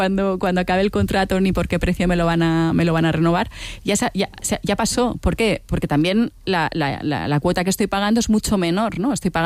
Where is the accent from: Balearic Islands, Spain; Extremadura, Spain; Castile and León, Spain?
Balearic Islands, Spain; now in Barcelona, Spain; Y de dónde soy. Yo si soy mallorquina, si soy barcelonesa, siempre le he estado dando vueltas a esto.